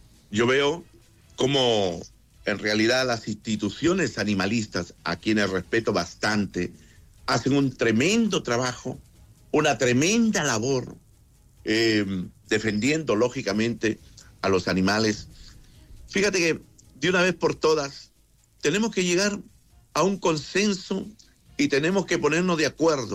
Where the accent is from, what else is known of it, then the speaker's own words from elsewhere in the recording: Chile; tenemos que sentir que los 365 días del año somos chilenos de corazón